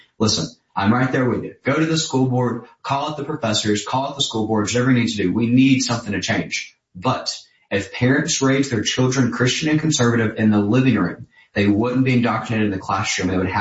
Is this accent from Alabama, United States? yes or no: yes; Alabama, United States; my home state of Alabama.